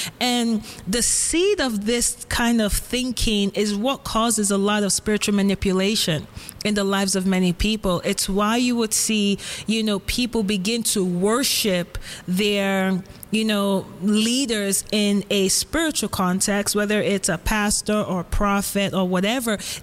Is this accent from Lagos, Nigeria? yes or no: yes; Lagos, Nigeria; now in California, United States; I grew up in Lagos, Nigeria, and I'm the last born of my family. I'm the only girl in my family.